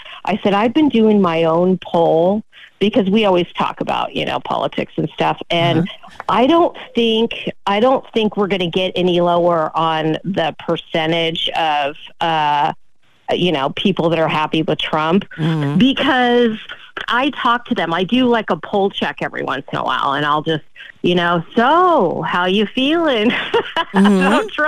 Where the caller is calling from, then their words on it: San Francisco Bay Area, California, United States; I'm from the Bay Area